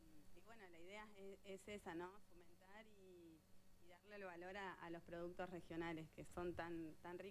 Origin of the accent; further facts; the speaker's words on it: Zapala, Neuquén, Argentina; Yo soy de Zapala, vivo en Zapala, recién estoy llegando